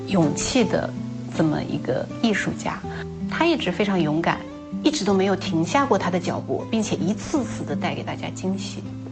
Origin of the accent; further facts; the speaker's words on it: Shengzhou, Zhejiang, China; 因为我的家乡是嵊州，我对越剧不陌生。